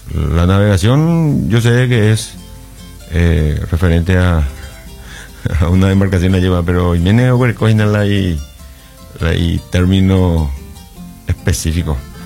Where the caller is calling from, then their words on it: La Pastora, Caaguazú, Paraguay; soy de La Pastora, departamento de Caguazú, tu fiel oyente